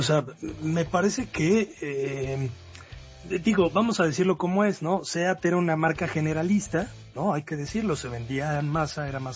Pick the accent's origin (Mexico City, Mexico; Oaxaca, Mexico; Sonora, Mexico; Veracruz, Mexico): Mexico City, Mexico; Coapa; Yo, por ejemplo, yo que crecí, claro, en Cuapa y que viví en Cuapa